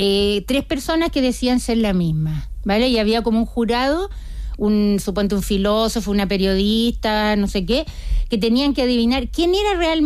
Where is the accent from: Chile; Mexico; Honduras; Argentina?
Chile; moved away; Te diría que me siento más palestina cuando he estado y también me siento más chilena viviendo fuera.